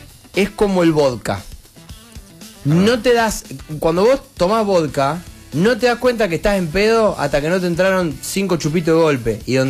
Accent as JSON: {"language": "Spanish", "country": "Argentina"}